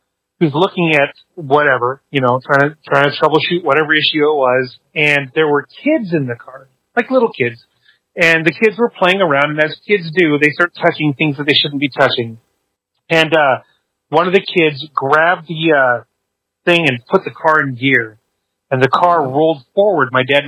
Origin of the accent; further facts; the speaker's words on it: Seattle, Washington, United States; Okay, so born and raised in Seattle